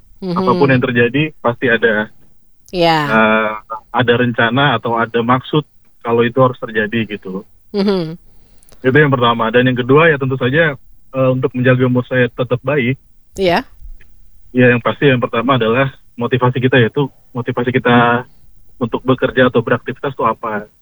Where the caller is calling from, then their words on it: Depok, West Java, Indonesia; Kalau kita warga Depok ya